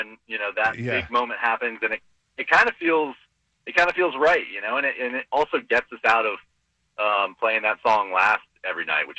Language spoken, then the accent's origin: English; Richmond, Virginia, United States; also born or lived in Seattle; myself and John, the lead singer, we're both from Richmond, Virginia.